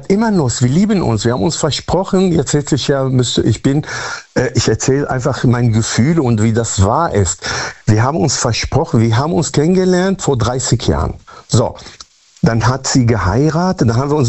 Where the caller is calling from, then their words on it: Münster, North Rhine-Westphalia, Germany; Münster-Westfalen. Ich bin aus Münster-Westfalen.